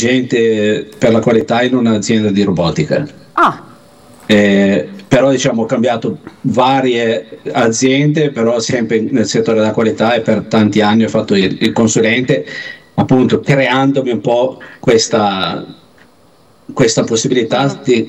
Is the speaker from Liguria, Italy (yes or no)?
yes; Liguria, Italy; moved away as an adult; now in Iceland; i miei monti, io sono dell'Alta Val Polcevera